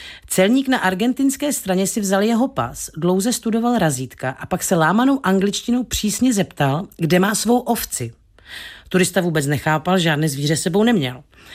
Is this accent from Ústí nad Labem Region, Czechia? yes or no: no; Šumperk, Olomouc Region, Czechia; jak já pocházím ze Šumperka a začala jsem chodit na základku v těch 90